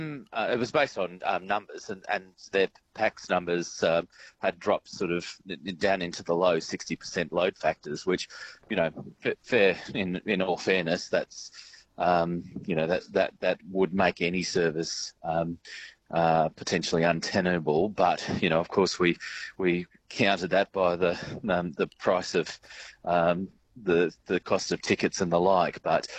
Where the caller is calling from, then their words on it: Northern Territory, Australia; I'm calling from the Devil's Marbles Hotel, where there's a truck ton of tourists out the front.